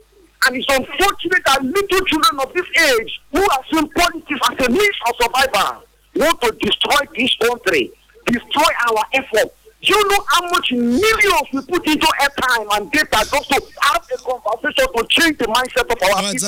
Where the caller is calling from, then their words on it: Port Harcourt, Rivers, Nigeria; I'm calling you from Port Harcourt.